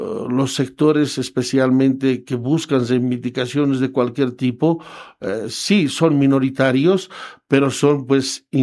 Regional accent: Bolivia; yo soy boliviano

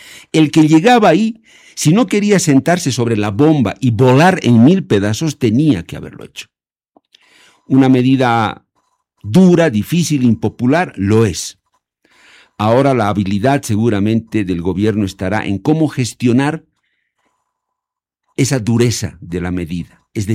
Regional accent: Bolivia

